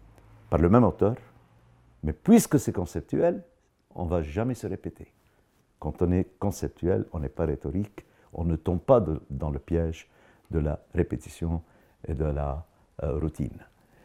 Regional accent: Lebanon; Et si jamais les Arabes vont nous voir, qu'ils nous voient en tant que Libanais, pas en tant que quelqu'un déguisé en arabe

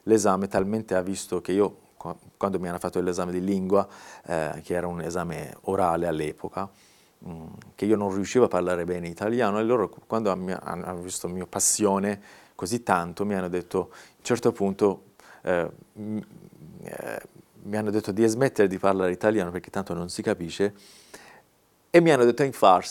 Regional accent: Isfahan, Iran; born there; Italian is a second language; sono nato in Iran, per preciso a Isfahan, la città d'arte dell'Iran, la città centrale in Iran.

